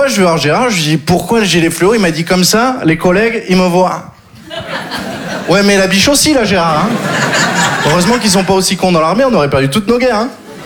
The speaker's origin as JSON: {"language": "French", "region": "Occitanie", "country": "France", "tie": "born or raised there", "said": "Je viens du sud, j'ai grandi dans le Gard. Le Gard, vous connaissez? Disneyland pour les chasseurs."}